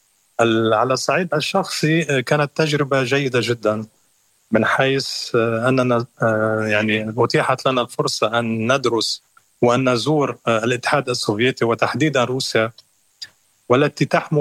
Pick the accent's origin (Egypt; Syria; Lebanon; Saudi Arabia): Lebanon